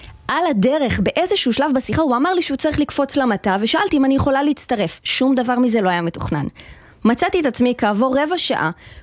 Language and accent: Hebrew; Tel Aviv, Tel Aviv District, Israel; born there; moved away as an adult; now in Kiryat Shmona, Israel; נולדתי בתל אביב בכלל